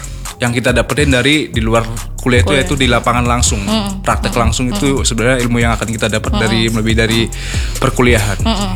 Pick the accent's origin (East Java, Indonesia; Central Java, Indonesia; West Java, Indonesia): West Java, Indonesia; Indramayu; Asal daerah saya itu dari Kabupaten Indramayu.